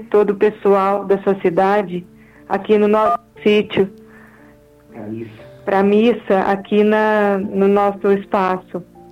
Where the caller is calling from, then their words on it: Santo Antônio do Jardim, São Paulo, Brazil; Nós somos aqui de Santo Antônio do Jardim, eu e meu esposo Denis